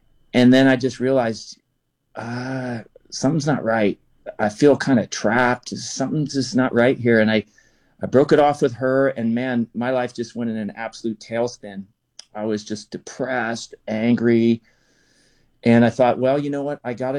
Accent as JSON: {"language": "English", "town": "Cincinnati", "region": "Ohio", "country": "United States", "tie": "born or raised there", "said": "I was born in Cincinnati, Ohio, and I grew up there in the Midwest. had kind of a nominal church background. My relatives, my ancestors were Presbyterians from Scotland"}